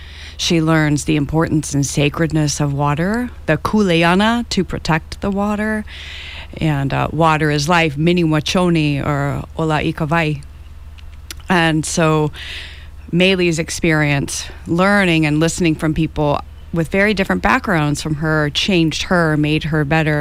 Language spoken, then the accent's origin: English; Utah, United States; now in Los Angeles, United States; And I was from Utah, and everyone else, you know, most of my career has been in LA or here. So everyone thought it was really funny … since I'm from the mountains.